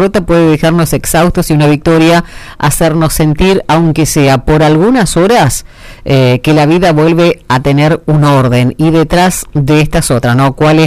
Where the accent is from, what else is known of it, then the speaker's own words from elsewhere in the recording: Argentina; pero vos sabés que el tema de ser tan pasionales como somos los argentinos, sobre todo cuando juega la selección